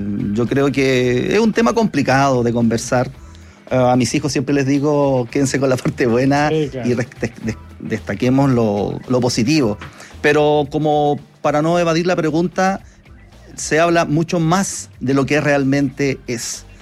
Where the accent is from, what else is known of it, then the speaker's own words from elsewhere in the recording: Valparaíso, Chile; Y precisamente de mi amada ciudad, Valparaíso.